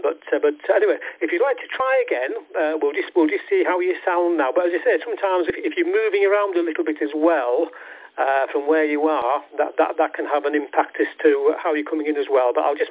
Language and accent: English; Richmond, Yorkshire and the Humber, United Kingdom; the other station on channel is …, and we're from the Richmond, North Yorkshire area.